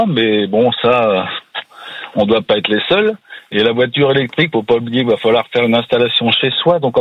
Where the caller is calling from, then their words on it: Gorges, France; Alors, j'habite à Gorge.